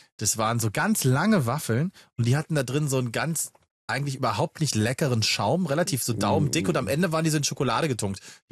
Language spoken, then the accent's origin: German; Magdeburg, Saxony-Anhalt, Germany; now in Cologne, Germany; Also ich will nicht in Köln sterben. Ich möchte auch nicht in Berlin sterben und auch nicht in meinem Heimatort Magdeburg.